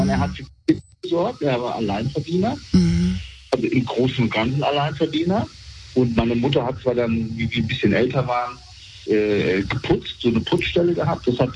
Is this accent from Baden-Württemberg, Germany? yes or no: no; Bad Soden am Taunus, Hesse, Germany; Ja, wir sind in Bad Soden am Taunus groß geworden und jeder kannte ihn halt durch seinen Job.